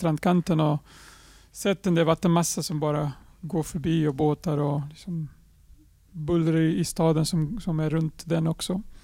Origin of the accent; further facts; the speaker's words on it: Oeiras, Lisbon, Portugal; Jag är född och uppväxt i Lissabon, i Oeiras. Och där i Lissabon kommer flod Tejo